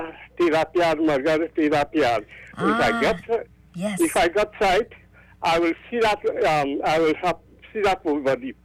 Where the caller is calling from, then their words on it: Rio Claro, Trinidad & Tobago; From Rio Claro.